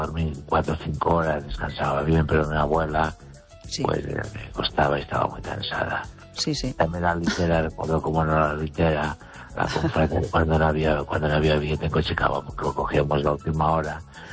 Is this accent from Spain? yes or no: yes; Galicia, Spain; Y mi pueblo está a unos 9 kilómetros 8 de Los Peares. Está en la altura de la montaña.